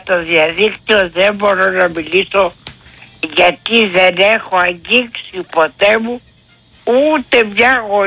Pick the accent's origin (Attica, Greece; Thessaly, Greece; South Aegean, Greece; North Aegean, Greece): Attica, Greece; Athens; born there; μεγάλη πόλη, ναι. Και τι γεννήθηκα στην Αθήνα.